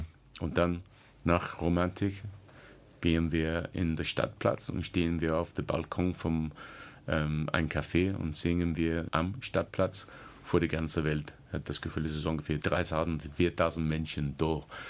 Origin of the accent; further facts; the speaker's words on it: Walton-on-Thames, South East England, United Kingdom; German is a second language; moved away; also born or lived in Chelsea; Ich bin in Chelsea geboren, aber mein Kinderzeit war in Walton-on-Thames. Das ist 20, 25 Minuten außen vom London. Und das ist auch ein kleines Dorf